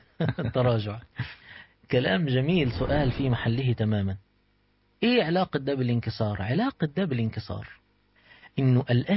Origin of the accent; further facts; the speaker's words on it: Egypt; إحنا عندنا في مصر